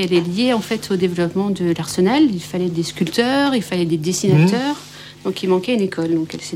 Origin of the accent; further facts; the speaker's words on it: Brittany, France; now in Brest, France; Je suis bretonne, je suis du sud Finistère.